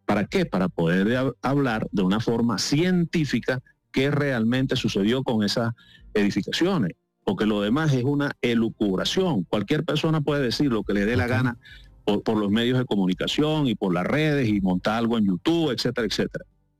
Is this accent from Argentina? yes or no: no; Venezuela